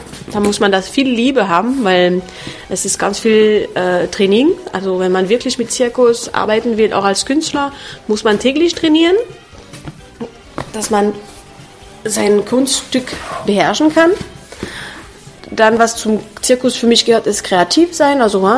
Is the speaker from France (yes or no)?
yes; France; German is a second language; moved away as an adult; now in Dresden, Germany; Ich komme aus Frankreich und ich lebe seit 10 Jahren in Dresden, habe 3 Kinder